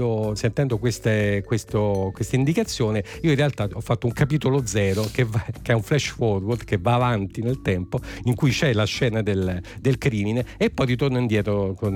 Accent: Rome, Lazio, Italy; è Roma, in quanto sono nato e cresciuto a Roma

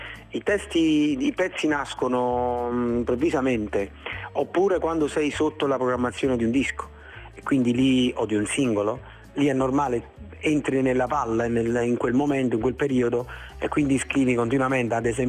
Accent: Campania, Italy; born there

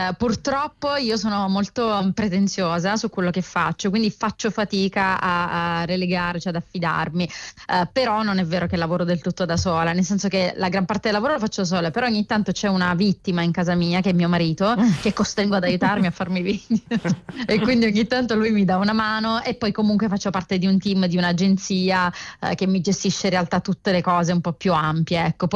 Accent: Catania, Sicily, Italy; now in Milan, Italy; Allora, io sono siciliana, okay. Catania.

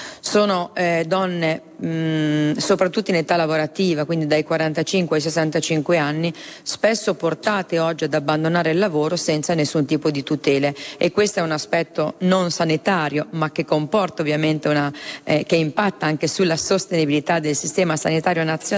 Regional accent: Emilia-Romagna, Italy; accent: Emilian; io sono emiliana, si sentirà dalla mia voce

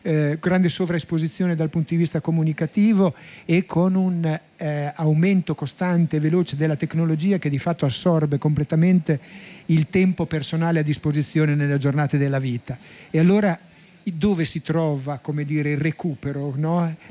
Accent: Rimini, Emilia-Romagna, Italy; siamo di Rimini e questo è il nostro cuore

